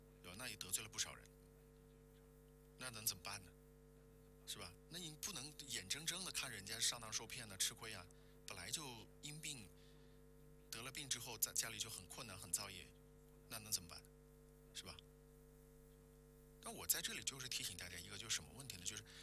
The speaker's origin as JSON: {"language": "Chinese", "town": "Wuhan", "region": "Hubei", "country": "China", "said": "我们武汉人就说，你走良心是不怕万丈鬼敲门，对不对？"}